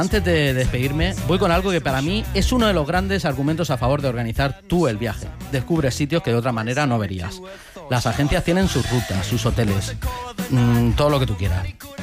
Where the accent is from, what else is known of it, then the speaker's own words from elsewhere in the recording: Orihuela, Valencian Community, Spain; Veniros a mi pueblo, Orihuela.